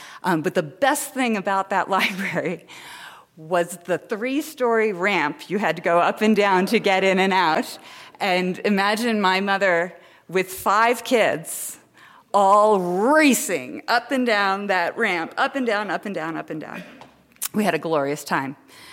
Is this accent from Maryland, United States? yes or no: yes; Towson, Maryland, United States; moved away as an adult; now in Montana, United States; I recognize that I am not a native. In fact, I did grow up in Baltimore, a town called Towson, just north of Baltimore City